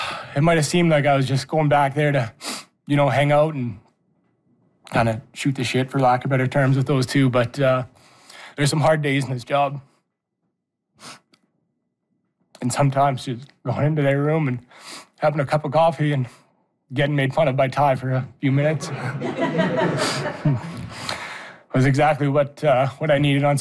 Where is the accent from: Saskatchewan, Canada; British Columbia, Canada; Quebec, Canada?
Saskatchewan, Canada; born there; this is our home, right? We're from Saskatchewan. This is where we're born. This is where we live.